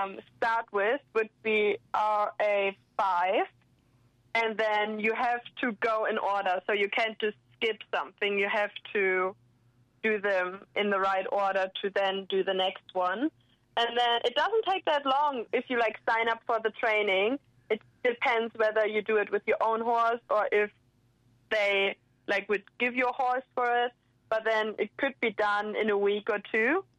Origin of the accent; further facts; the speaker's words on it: Lower Saxony, Germany; moved away; Like, I'm from Lower Saxony